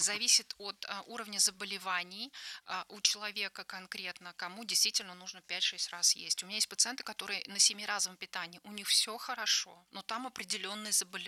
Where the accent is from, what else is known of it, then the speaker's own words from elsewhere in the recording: Tashkent, Uzbekistan; moved away; Я из Ташкента родом